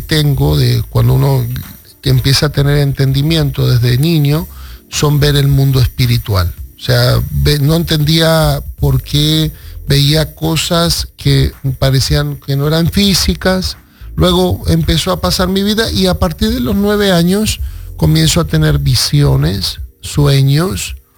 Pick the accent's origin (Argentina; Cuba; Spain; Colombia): Argentina; Me crié en Argentina, en una de las la segunda comunidad más grande de judíos en todo el mundo, después de Nueva York y Estados Unidos.